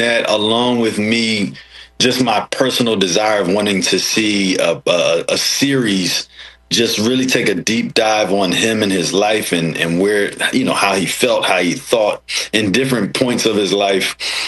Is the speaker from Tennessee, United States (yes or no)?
no; Philadelphia, Pennsylvania, United States; moved away as an adult; now in Los Angeles, United States; we're all from Philly.